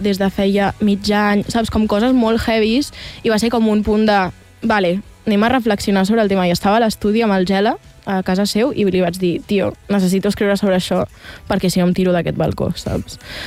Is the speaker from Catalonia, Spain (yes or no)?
yes; Barcelona, Catalonia, Spain; Soc de Poblenou, jo.